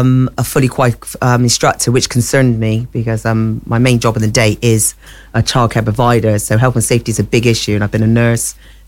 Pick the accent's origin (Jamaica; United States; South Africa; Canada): Jamaica; being Jamaican.